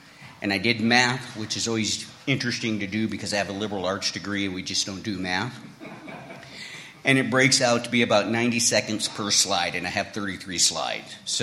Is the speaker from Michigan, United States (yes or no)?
no; Libby, Montana, United States; I was raised in Libby, Montana.